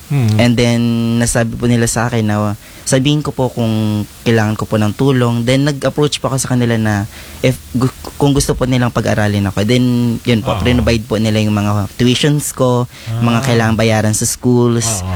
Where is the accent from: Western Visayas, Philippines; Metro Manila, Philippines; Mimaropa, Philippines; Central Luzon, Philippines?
Mimaropa, Philippines; Gloria; now in Bansud, Philippines; Ako po ay taga Gloria Oriental Mindoro po.